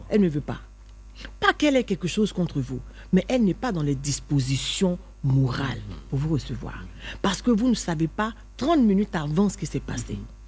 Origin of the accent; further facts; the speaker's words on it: Côte d’Ivoire; Je suis en Côte d'Ivoire. Mm-hmm. Je suis baoulée